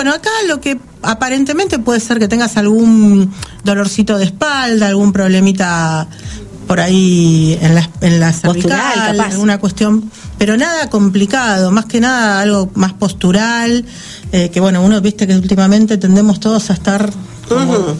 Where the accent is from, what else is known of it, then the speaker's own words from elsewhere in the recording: Santa Fe, Argentina; Soy del sur de Santa Fe.